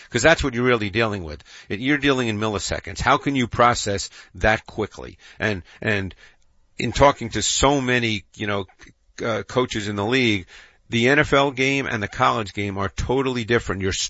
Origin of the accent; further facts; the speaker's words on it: Queens, New York, United States; Cause I grew up in Queens, Anita. I know you're a Florida girl, but I grew up in Queens and not a lot of high schools in New York City have football.